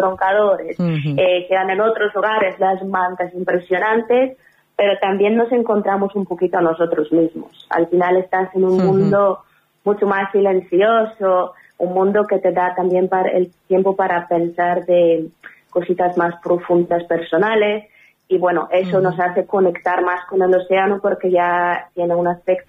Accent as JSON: {"language": "Spanish", "country": "Bulgaria", "moved": "yes", "said": "porque yo soy, como ya dijimos … soy de Bulgaria"}